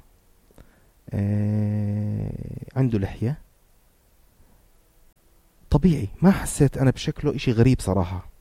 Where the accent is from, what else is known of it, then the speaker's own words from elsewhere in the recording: Jordan; أنا شاب أردني